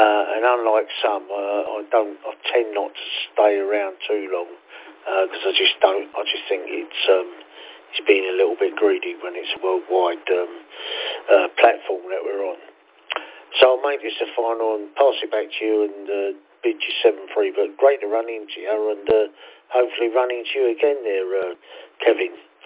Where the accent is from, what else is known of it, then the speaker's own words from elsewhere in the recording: London, United Kingdom; moved away as an adult; now in County Durham, United Kingdom; As you can tell by the accent, I'm from down south. Born and bred in the East End of London, mate. Love a bit of pie mash. I'm now living in County Durham. Different way of life to London, but I don't miss London.